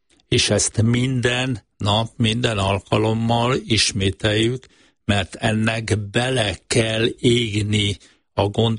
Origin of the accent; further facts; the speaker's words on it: Hungary; én, mint magyar ember